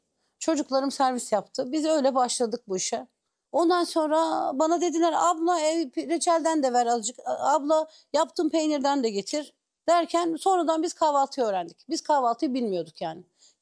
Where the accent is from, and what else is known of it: Cumalıkızık, Bursa, Turkey